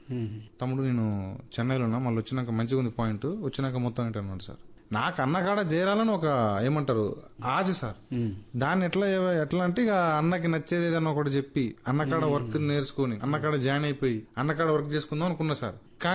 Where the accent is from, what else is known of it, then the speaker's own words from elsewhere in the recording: Yellandu, Telangana, India; Yellandu sir.